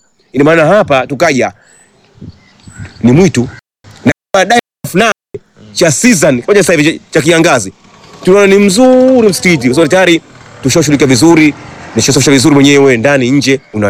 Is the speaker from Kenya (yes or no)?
no; Kizimkazi, Zanzibar South, Tanzania; born there